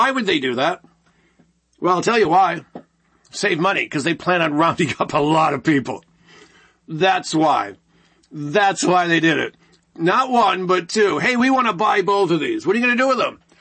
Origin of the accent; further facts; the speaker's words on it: Michigan, United States; in my home state.